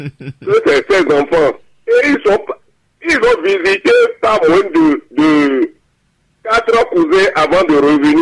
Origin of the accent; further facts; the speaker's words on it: Parakou, Borgou, Benin; born there; also born or lived in Mono; moi je suis du Monou. Je suis né à Parakou.